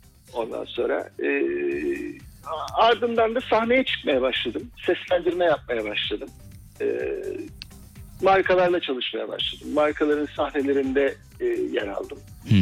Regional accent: Akçay, Balıkesir, Turkey; moved away as an adult; now in Istanbul, Turkey; Küçük bir yerde büyüdüm ben. Akçay'da, Balıkesir Akçay'da büyüdüm.

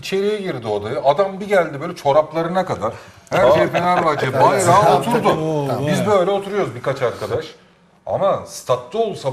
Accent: Istanbul, Turkey; Beşiktaş'ta doğdum büyüdüm.

